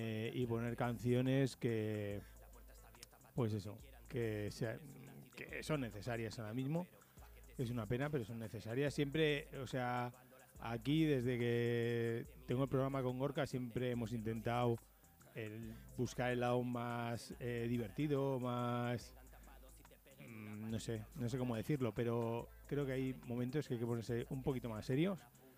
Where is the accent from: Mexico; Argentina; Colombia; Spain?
Spain; Pamplona, Navarre; antifascismo en Iruña, siempre súper orgulloso, allá donde vaya, de mi tierra